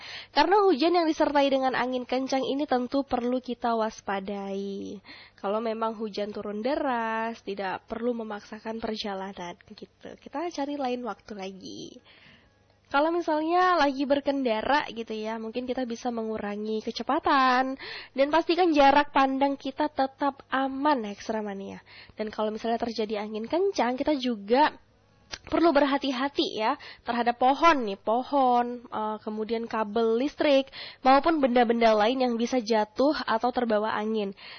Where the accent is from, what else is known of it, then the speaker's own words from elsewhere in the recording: Aceh, Indonesia; kita warga Aceh Singkil